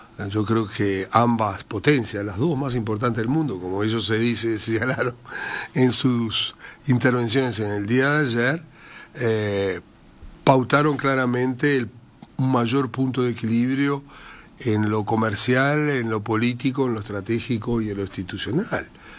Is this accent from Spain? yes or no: no; Uruguay; nosotros somos Uruguay